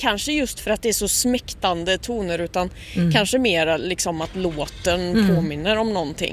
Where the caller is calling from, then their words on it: Mellerud, Västra Götaland County, Sweden; Jag är med er från Mellerud.